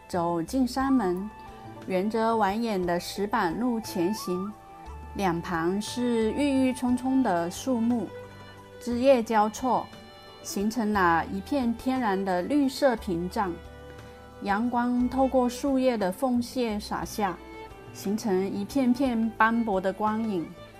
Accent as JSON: {"language": "Chinese", "country": "Taiwan", "said": "在台北时，若是周末无事，我喜欢约上一帮朋友去爬山"}